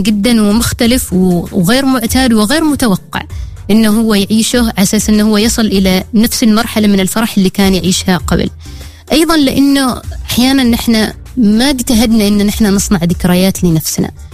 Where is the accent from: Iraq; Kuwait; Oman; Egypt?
Oman; Ad Dakhiliyah; also born or lived in Ash Sharqiyah North Governorate; now in Muscat, Oman; أسكن مثلا في محافظة مسقط، ومتزوجة في محافظة شمال الشرقية، وأصلي من محافظة الداخلية، فأعيش العيد بين هذه الثلاث محافظات.